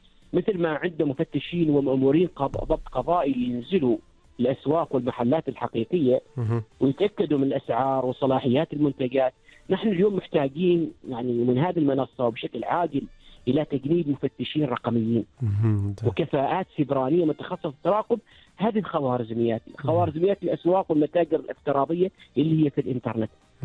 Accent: Oman; والأهم عندنا نحن كعمانيين

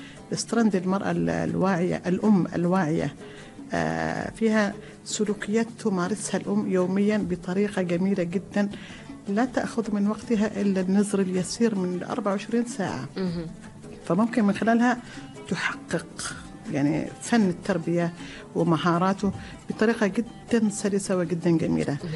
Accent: Dhofar, Oman; accent: Dhofari; بلهجتنا الظفارية، نعم.

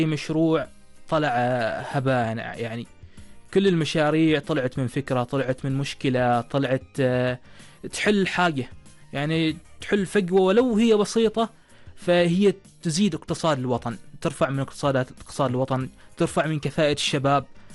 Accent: Oman; تروح كعماني، تروح لمسؤول عماني أو لشخص عماني أو لأي شخص في هذا الوطن في عمان

